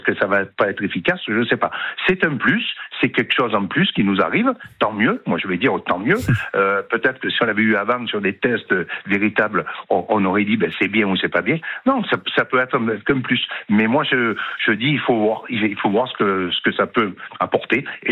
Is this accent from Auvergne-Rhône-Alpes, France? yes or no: no; Provence-Alpes-Côte d'Azur, France; chez nous en Provence et dans le sud